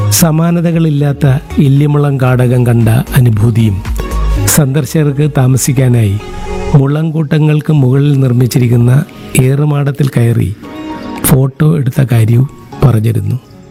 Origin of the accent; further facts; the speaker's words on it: Kerala, India; ഞങ്ങൾ മലയാളികളാണെന്ന്